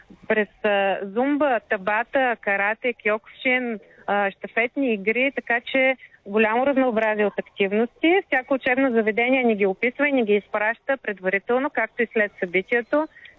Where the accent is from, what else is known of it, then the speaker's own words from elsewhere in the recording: Plovdiv, Plovdiv Province, Bulgaria; За Пловдив, откъдето сме от ние от БГ Бъди активен, всъщност нямаме изобщо изградена такава инфраструктура.